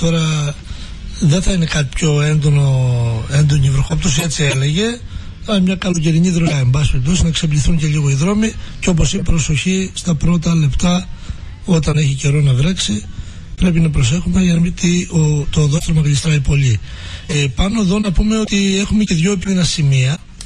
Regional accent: Nea Skopos, Central Macedonia, Greece; είμαι από το Νέο Σκοπό, μένω κιόλα στο καλοκαίρι γη, στο κεντρικό δρόμο, στο Νέο Σκοπό

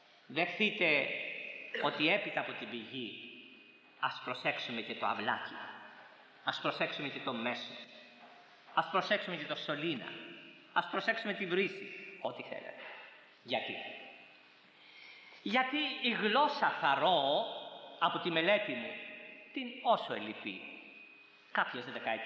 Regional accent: Corfu, Ionian Islands, Greece

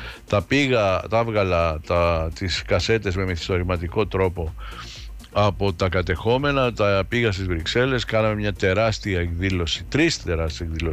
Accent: Ikaria, North Aegean, Greece; Οι Έλληνες της Ικαρίας που είναι το νησί μου.

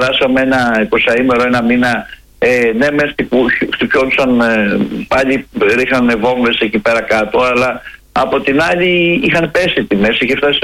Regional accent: Greece; Να σας πω και επειδή εμείς είμαστε σαν Έλληνες έμποροι

